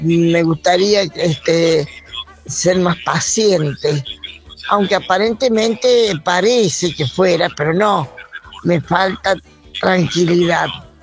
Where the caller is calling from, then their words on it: San Luis, Argentina; Soy de San Luis